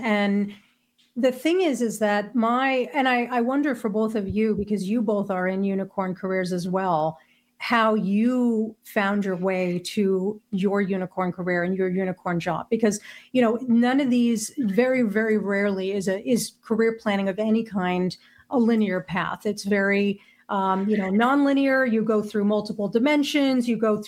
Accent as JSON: {"language": "English", "country": "United States", "moved": "as an adult", "said": "I come from New Jersey, New York."}